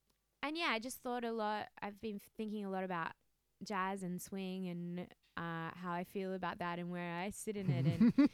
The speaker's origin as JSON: {"language": "English", "country": "Australia", "said": "as an Australian from the other side of the world."}